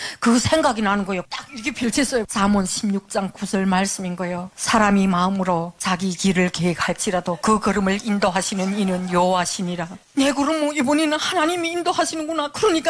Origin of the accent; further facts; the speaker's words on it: North Korea; moved away as an adult; 너 북한에서 왔냐 그러더라고요. 조선족인 거예요. 그래 그렇다고